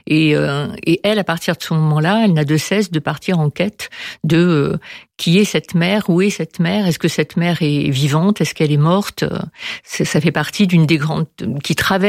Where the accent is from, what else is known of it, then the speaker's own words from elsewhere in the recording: Algeria; moved away; also born or lived in Morocco; je ne suis pas née en Algérie, mais je suis née un petit peu par hasard au Maroc. Mais ensuite, à partir de l'âge de 10 mois, j'ai passé toute mon enfance en Algérie.